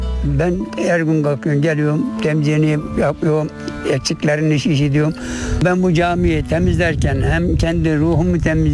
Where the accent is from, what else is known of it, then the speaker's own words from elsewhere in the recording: Kayseri, Turkey; Ben burada doğdum, burada öleceğim, buradan mezara gideceğim.